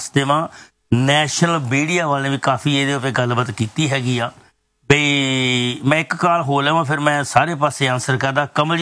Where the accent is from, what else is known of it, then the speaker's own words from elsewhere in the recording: Surapur, Punjab, India; ਚੰਗਾ ਲੱਗਦਾ ਜਿੱਦਾਂ ਸਾਡਾ ਪਿੰਡ ਸੂਰਾਪੁਰ ਹੈਗਾ, ਸੂਰਾਪੁਰ ਸੱਜੋ ਨੌਰਾ ਪੌਰਾ